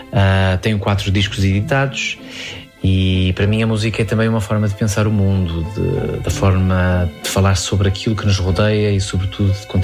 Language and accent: Portuguese; Porto, Norte, Portugal; also born or lived in Faial, Azores / New York; sou cantor, compositor e professor de jazz. Nasci nos Açores, no Faial, e cresci no Porto, cidade onde comecei a estudar música e onde mantenho uma relação muito forte.